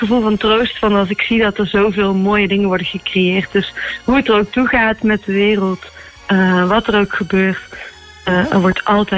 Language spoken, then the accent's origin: Dutch; Eindhoven, North Brabant, Netherlands; accent: soft G; Ik woon in Eindhoven. Dan kom ik uit Eindhoven. Dat is wel te horen, ja, inderdaad.